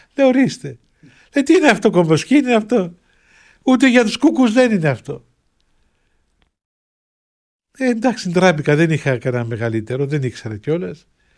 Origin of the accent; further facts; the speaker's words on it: Cyprus; εγώ είμαι Κύπριος, μόλις φτάνει από την Κύπρο και δεν το ξέρω, πού να σκεφτώ τίποτα άλλο